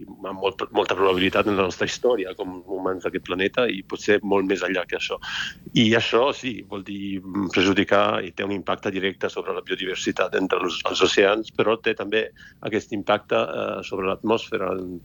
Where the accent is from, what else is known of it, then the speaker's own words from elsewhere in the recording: Italy; Catalan is a second language; Potser jo soc italià i tot el sud d'Europa normalment té aquesta mala fama en la capacitat de gestionar o d'organitzar-se.